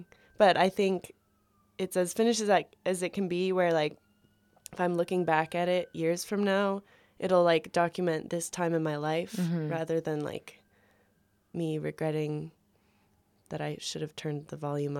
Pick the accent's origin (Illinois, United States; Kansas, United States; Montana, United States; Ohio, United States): Montana, United States; Bozeman; I grew up in Bozeman over on Kelly Canyon Road. Very lucky place to grow up.